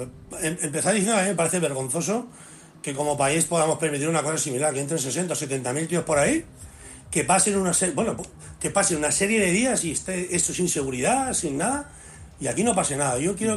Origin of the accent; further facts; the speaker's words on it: Spain; como español que somos